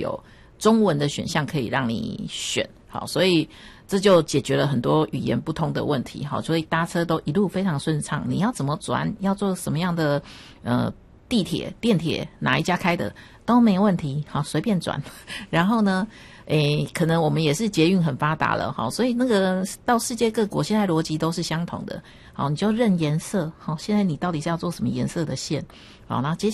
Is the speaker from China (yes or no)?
no; Taiwan; 那像我们台湾这边有全支付